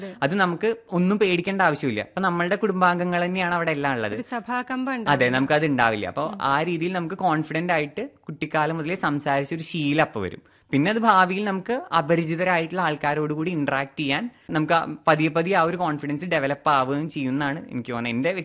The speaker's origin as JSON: {"language": "Malayalam", "town": "Poolamanna", "region": "Kerala", "country": "India", "tie": "born or raised there", "said": "ഞാൻ എന്റെ സ്വദേശം നേരത്തെ സൂചിപ്പിച്ച പോലെ പാണ്ടിക്കാട് അടുത്തുള്ള പൂളമണ്ണയിലാണ്."}